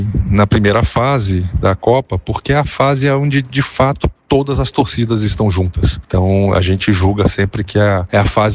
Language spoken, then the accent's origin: Portuguese; Brazil; Olha, a nossa expectativa sempre é muito alta. Somos brasileiros e não desistimos nunca.